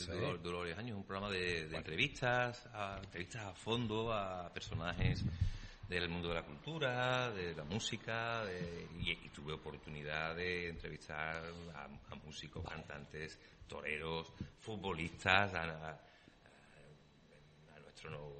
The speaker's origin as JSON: {"language": "Spanish", "town": "Sanlúcar de Barrameda", "region": "Andalusia", "country": "Spain", "tie": "born there", "moved": "yes", "said": "estaba acordándome de mi pueblo, de mi tierra, estaba acordándome, tenía añoranza, tenía... Y en un... Pues me dejé llevar la imaginación y me estaba viendo volando como un espíritu etéreo por las calles de Sanlúcar"}